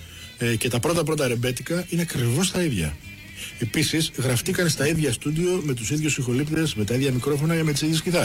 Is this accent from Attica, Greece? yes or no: yes; Piraeus, Attica, Greece; born there; Η καταγωγή μου είναι από τη Σκιάθο. Γεννημένος εδώ στο Πασαλιμάνι, αλλά η καταγωγή είναι από τη Σκιάθο.